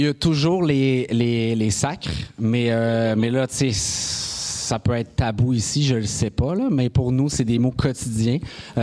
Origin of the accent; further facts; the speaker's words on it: Quebec, Canada; now in Montreal, Canada; on est à Montréal, mais on vient du nord du Québec. Donc, il fait un petit peu plus froid. Mais c'est des belles places aussi. Les paysages sont très beaux. Beaucoup de sports d'hiver, mais très peu de débouchés